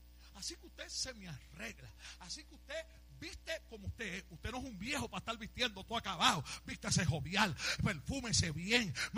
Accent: Puerto Rico; Yo soy puertorriqueño

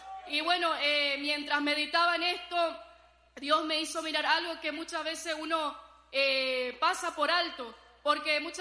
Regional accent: Itacurubí de la Cordillera, Cordillera, Paraguay; Soy de Itacurubí, de la cordillera.

